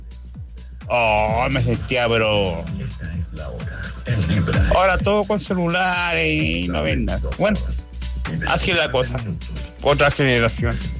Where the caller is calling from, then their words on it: Quillota, Valparaíso, Chile; de Quillota.